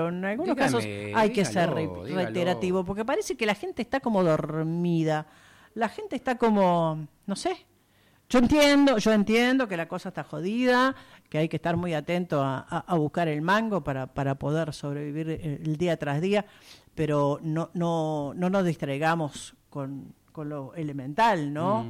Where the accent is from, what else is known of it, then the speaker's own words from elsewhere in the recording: Uruguay; en mi país, la República Oriental del Uruguay